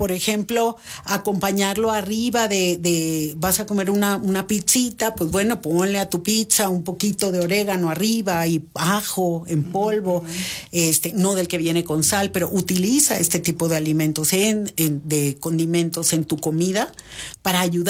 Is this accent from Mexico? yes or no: yes; Tabasco, Mexico; moved away; allá en mi pueblo dirían, en Tabasco, que hace tanto tanto calor